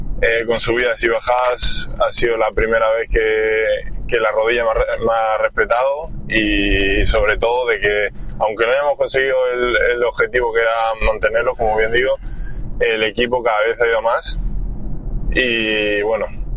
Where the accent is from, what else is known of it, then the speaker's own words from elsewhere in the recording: Roquetas de Mar, Andalusia, Spain; born there; Yo nací en Roquetas de Mar, aquí en Almería.